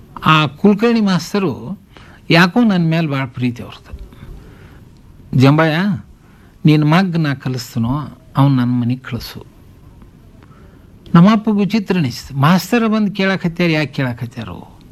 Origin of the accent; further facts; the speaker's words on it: Karnataka, India; ನಮಗೆ ನಮ್ಮೂರು ಬನಟ್ಟಿ ಸಣ್ಣದ